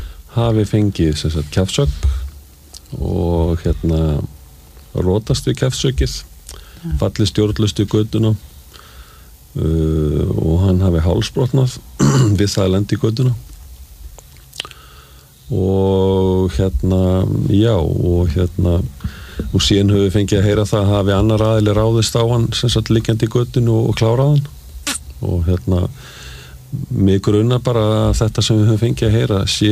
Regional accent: Reykjavík, Capital Region, Iceland; Ég alveg upp í Reykjavík

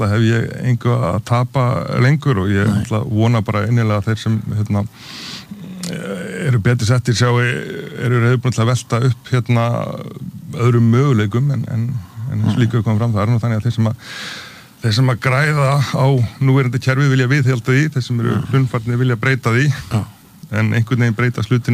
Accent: United Kingdom; also born or lived in Norway; þá hérna ólst ég upp í Bretland og Noregi sem að hérna sem er nú kannski ekki mjög langt í burtu

